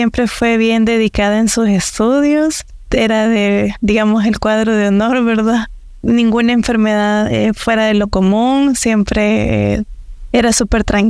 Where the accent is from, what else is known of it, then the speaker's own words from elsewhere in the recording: Santa Tecla, La Libertad, El Salvador; soy de El Salvador, específicamente del Departamento de la Libertad en Santa Tecla. Vengo de una familia muy trabajadora y de creativos. Vivo con mis papás y mis dos hermanos mayores.